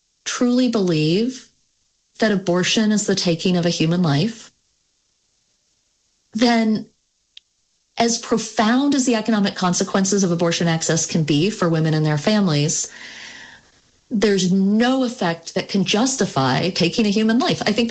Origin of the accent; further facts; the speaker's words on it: the South, United States; moved away as an adult; now in Vermont, United States; as a Southerner, as a stranger in a strange land, although I've lived in Vermont for 21 years now, but as a Southerner